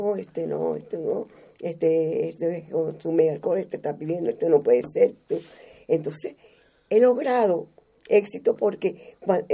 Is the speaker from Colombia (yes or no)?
no; Venezuela; born or raised there; now in Spain